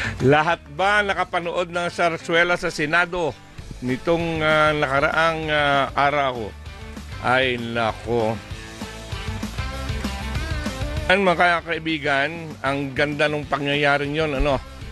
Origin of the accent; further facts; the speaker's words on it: Oriental Mindoro, Philippines; Doon sa amin sa Oriental Mindoro